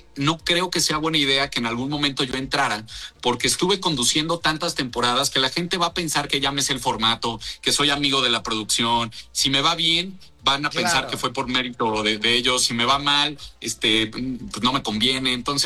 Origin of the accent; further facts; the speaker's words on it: Mexico; construyendo una firma como artista mexicano